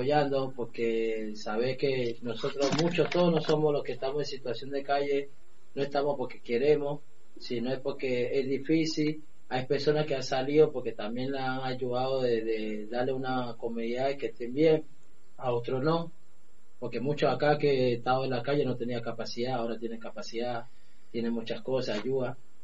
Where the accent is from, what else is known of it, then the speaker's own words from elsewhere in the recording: Colombia; moved away; porque no soy de acá, porque soy colombiano